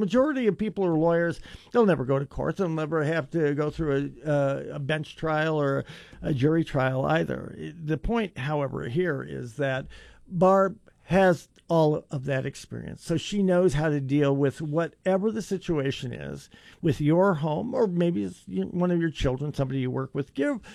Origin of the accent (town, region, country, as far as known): Wyoming, United States; born or raised there; now in Colorado, United States